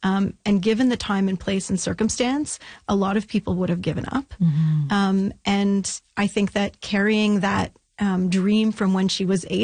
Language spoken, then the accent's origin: English; Ottawa, Ontario, Canada; I visited it as a child. I'm actually from Ottawa originally